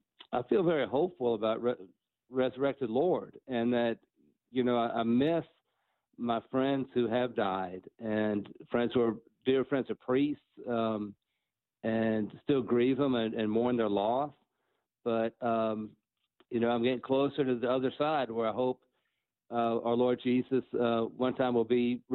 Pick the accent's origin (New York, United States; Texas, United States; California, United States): Texas, United States; also born or lived in Coral Gables; And I grew up in Texas, and you know, we moved to Texas in 1971. I was 8 years old, went to Catholic school there.